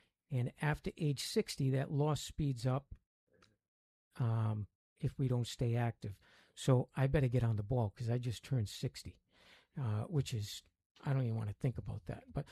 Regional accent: Rhode Island, United States; accent: Rhode Island; Most of the time people just make fun of me because of my Rhode Island accent.

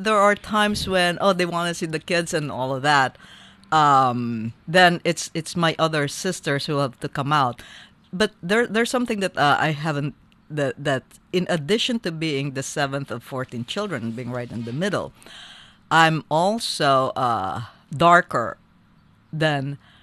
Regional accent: Philippines; born there; Yes, I was born in the Philippines.

